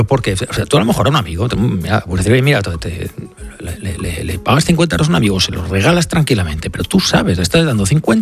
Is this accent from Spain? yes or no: yes; Catalonia, Spain; A ver, yo soy catalán. Entonces, nosotros, igual que los escoceses y algunas otras geografías, se nos tilda de tacaños, ¿no?